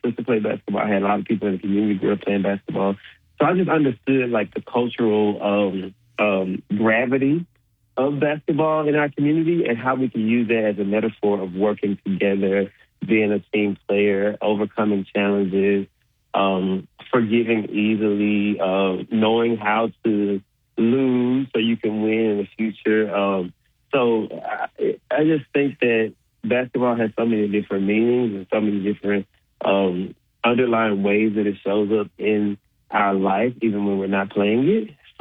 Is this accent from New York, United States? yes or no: no; Coldwater, Mississippi, United States; also born or lived in Memphis, Tennessee; I'm from Coldwater, Mississippi. I don't know if you ever heard of that, but it's only 30 miles south of Memphis. So I kind of grew up in both places and we didn't have much down there to do.